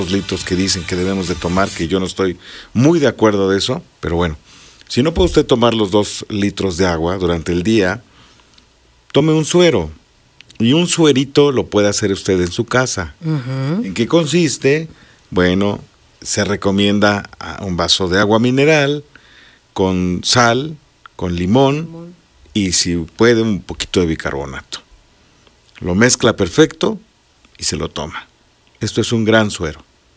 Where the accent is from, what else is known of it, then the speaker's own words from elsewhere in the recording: Cholula, Puebla, Mexico; Soy extranjero de Cholula.